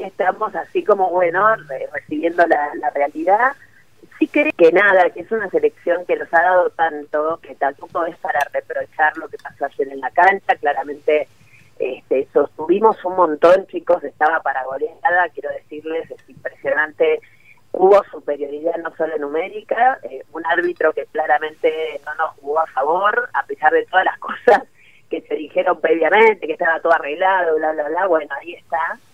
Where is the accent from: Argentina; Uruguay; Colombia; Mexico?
Argentina